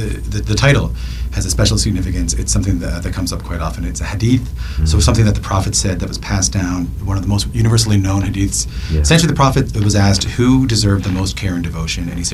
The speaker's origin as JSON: {"language": "English", "country": "Ireland", "said": "you know, I'm Irish Catholic, it was hard."}